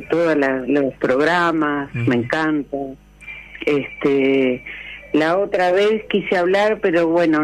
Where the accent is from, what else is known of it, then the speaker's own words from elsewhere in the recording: Buenos Aires, Argentina; Y nací en Floresta, en Avellaneda y Concordia, que había un sanatorio.